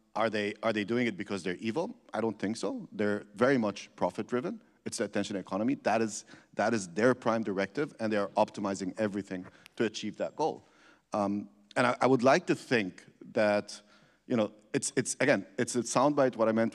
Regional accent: Berlin, Germany; And I'm from Berlin, so it's some weird, you know, poly open relationship

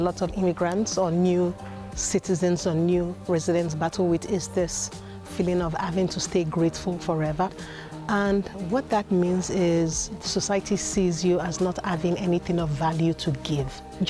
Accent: Nigeria; And that comes from my background, you know, in growing up in Nigeria with a lot of rich colors and contrast as well.

